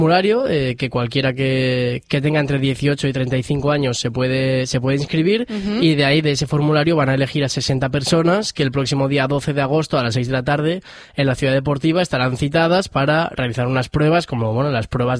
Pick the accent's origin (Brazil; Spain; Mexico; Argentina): Spain; Castellón, Valencian Community; Yo entro en que soy de Castellón.